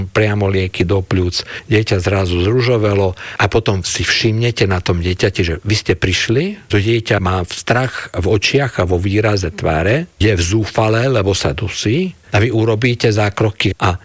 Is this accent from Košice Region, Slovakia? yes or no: yes; Košice, Košice Region, Slovakia; Á, tak ja som Košičan.